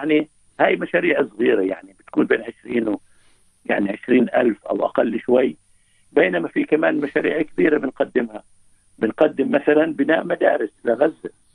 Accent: Beit Sahour, Bethlehem Governorate, Palestine; أنا من بيت صحور.

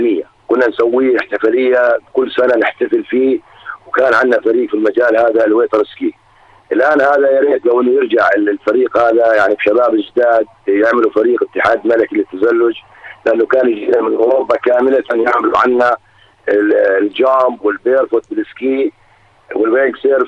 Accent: Aqaba Governorate, Jordan; يعني عندنا بالعقبة

